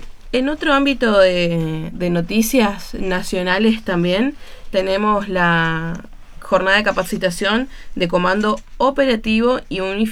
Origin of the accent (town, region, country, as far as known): Argentina